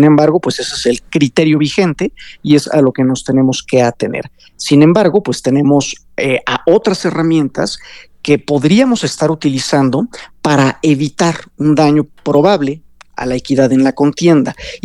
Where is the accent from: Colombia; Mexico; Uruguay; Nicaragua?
Mexico; de suma relevancia que nos importa a todos como mexicanas y mexicanos